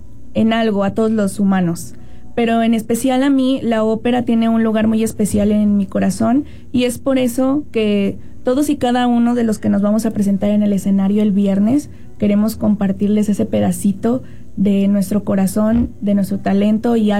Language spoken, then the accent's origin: Spanish; Mazatlán, Sinaloa, Mexico; soy mazatleca. Toda mi formación musical la he tenido aquí en Mazatlán, no en ningún otro lugar.